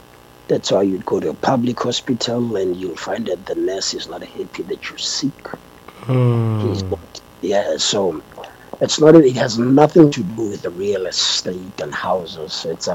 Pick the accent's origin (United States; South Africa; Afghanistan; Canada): South Africa; Gauteng; also born or lived in Limpopo; I'm a Gauteng individual. I'm not really from Limpopo. So I came back home.